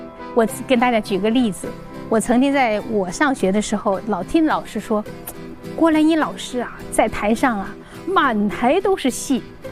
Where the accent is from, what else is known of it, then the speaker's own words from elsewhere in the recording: China; 我是中国人